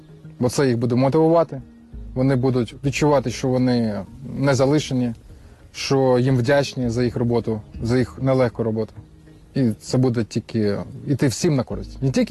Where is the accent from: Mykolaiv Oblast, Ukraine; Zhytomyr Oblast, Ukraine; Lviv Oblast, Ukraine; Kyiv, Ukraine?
Kyiv, Ukraine; first language Russian; Ukrainian is a second language; я сам киянин і почув в Києві вибухи 24 лютого.